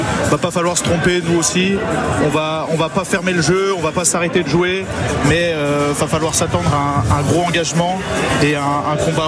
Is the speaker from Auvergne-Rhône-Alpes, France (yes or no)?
yes; Bourgoin-Jallieu, Auvergne-Rhône-Alpes, France; now in Orléans, France; Je suis originaire de l'Isère, Bourgoin-Jallieu.